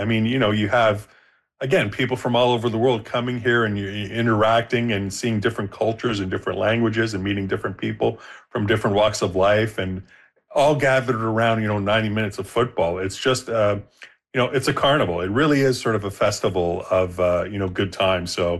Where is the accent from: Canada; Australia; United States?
Canada; Ontario; but you know, the fact that it's in my hometown, I mean, I can walk to BMO Field.